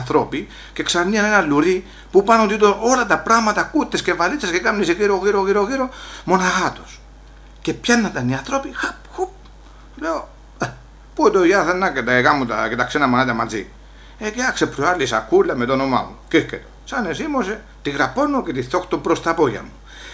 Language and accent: Greek; Olympos, South Aegean, Greece; έχω και εγώ λόγο να πω γιατί να είμαι από την Όλυμπο της Καρπάδου και θεωρώ πως έχουμε καλή εταιρεία.